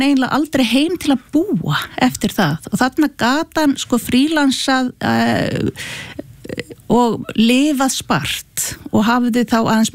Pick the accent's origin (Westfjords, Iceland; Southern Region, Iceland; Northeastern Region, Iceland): Northeastern Region, Iceland; Akureyri; Og við erum alveg upp á Akureyri, við erum einn eldri bróða líka